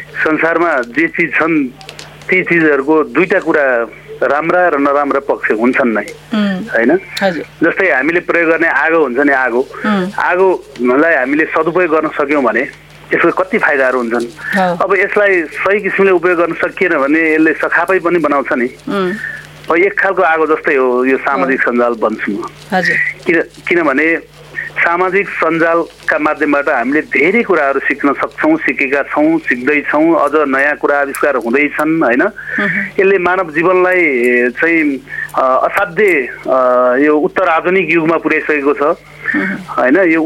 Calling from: Panchkhal, Bagmati, Nepal

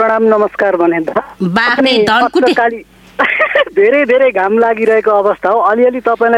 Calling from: Dhankuta, Koshi Province, Nepal

